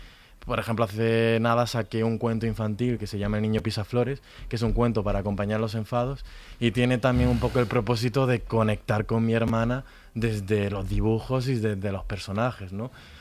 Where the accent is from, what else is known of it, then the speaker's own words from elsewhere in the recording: Andalusia, Spain; yo que soy de Andalucía y que pertenecía a la Asociación 22Q de Andalucía, no había mucho, hay muy poco.